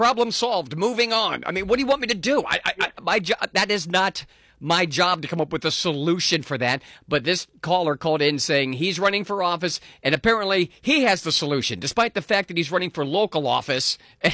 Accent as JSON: {"language": "English", "region": "Ohio", "country": "United States", "tie": "born or raised there", "said": "short time I've moved back, I moved back during the pandemic back here at the end of 2020, back to my home state of Ohio here."}